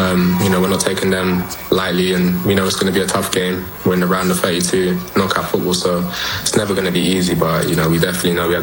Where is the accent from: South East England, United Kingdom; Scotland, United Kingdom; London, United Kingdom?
London, United Kingdom; accent: British; also born or lived in New York; as everyone knows, I was born in New York and grew up in London, you know, hence the British accent.